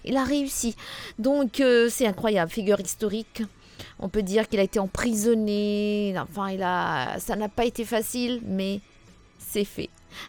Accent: Mauritius; qu'on ait souffert de l'apartheid ou non dans les pays, chez nous, à Maurice, on ne va pas aller ailleurs

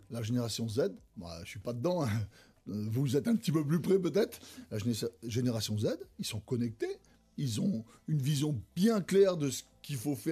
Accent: Mauritius; born there; Moi, je suis à Maurice depuis mon enfance. Hein. C'est pas comme si je suis arrivé il y a peu de temps. Je suis arrivé il y a malheureusement longtemps et heureusement longtemps.

